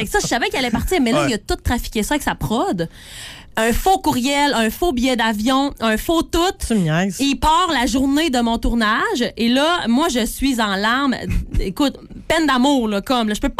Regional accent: Quebec, Canada; il est venu me voir à quelques reprises. reprises chez nous au Lac-Saint-Jean.

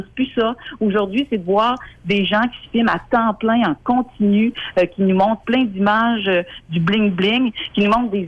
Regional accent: Quebec City, Quebec, Canada; je suis de Québec

